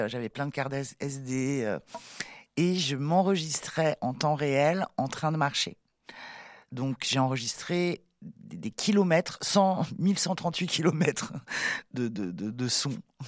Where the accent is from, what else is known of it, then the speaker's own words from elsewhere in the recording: Nantes, Pays de la Loire, France; moved away as an adult; also born or lived in Saint-Herblain / Brière; now in Ardèche, France; J'ai grandi à Nantes, Saint-Herblain, puis je suis partie en Brière, près de Saint-Nazaire, et j'y suis restée jusqu'à mes 18 ans. Ensuite j'ai bourlingué, bref, à 33 ans, j'ai emménagé en Ardèche